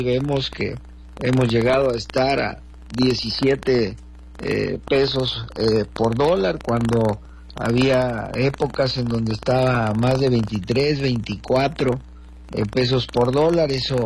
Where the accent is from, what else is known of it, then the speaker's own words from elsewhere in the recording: Acapulco, Guerrero, Mexico; como buenos mexicanos, como buenos guerrerenses, como buenos acapulqueños.